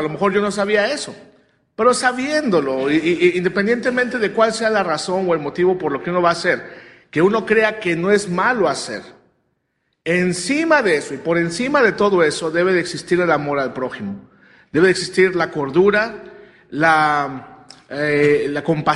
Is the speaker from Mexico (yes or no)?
yes; Mexico; Si usted creció como yo crecí en México, sin arbolito de Navidad, pues no queda traumado uno